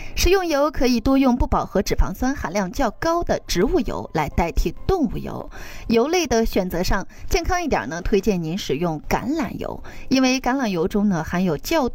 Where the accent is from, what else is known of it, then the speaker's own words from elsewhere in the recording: Shaanxi, China; 其实对于我们陕西人来说啊，有一句比较幽默的话说得很好啊，说我们陕西人这一辈子都在本本分分的吃面食。